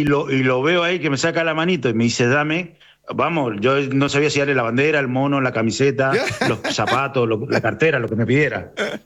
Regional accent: Argentina; moved away as an adult; now in Spain; Sí, no, somos todos argentinos.

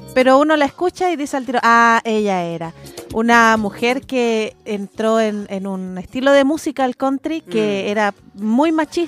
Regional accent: San Rosendo, Biobío, Chile; Ah, yo vengo de San Rosendo.

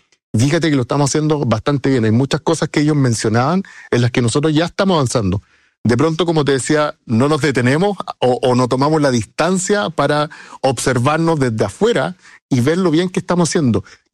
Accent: Chile; Nosotros como chilenos de repente nos cuesta asumir lo bien que estamos parados

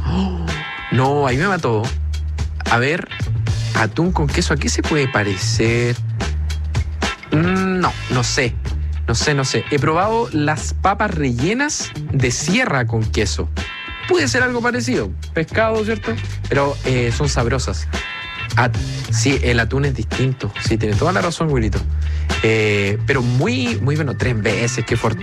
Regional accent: Ovalle, Coquimbo, Chile; soy de Ovalle. Ahora estoy trabajando en Banco de Montepatria y después tengo que ir a Ovalle a trabajar.

